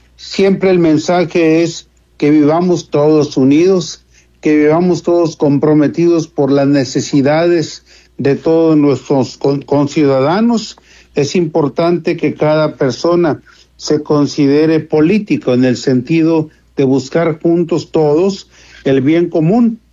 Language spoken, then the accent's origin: Spanish; Monterrey, Nuevo León, Mexico; moved away as an adult; also born or lived in Nuevo Laredo; now in Yucatán, Mexico; Nuevo Laredo es para mí algo semejante a mi tierra, a Monterrey. Llegué acá, salí de Monterrey y a la vez quedé aquí mismo, con la misma provincia eclesial, con la misma cultura que hay en este lugar.